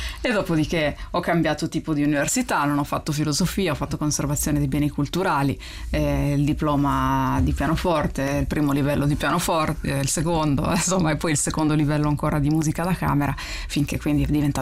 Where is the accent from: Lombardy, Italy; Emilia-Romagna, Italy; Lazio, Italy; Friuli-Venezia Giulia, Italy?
Emilia-Romagna, Italy; Rimini; E sono di Rimini, 44 anni